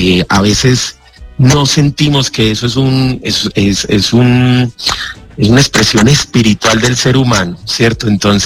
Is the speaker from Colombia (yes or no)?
yes; Colombia; Definitivamente hay que darle el valor en nosotros mismos como colombianos